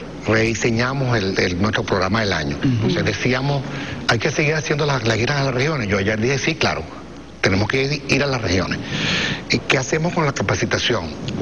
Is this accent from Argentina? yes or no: no; Venezuela; como somos los venezolanos